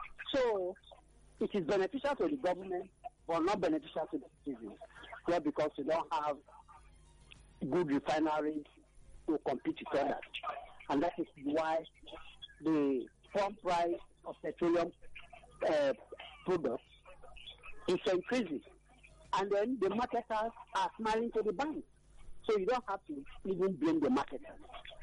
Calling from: Lagos, Nigeria; I'm calling from Abaraje in Ikotun.

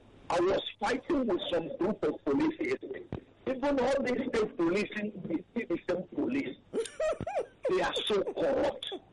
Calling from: Ojo, Alaba, Lagos, Nigeria; I'm calling you from the Ojo Alaba area.

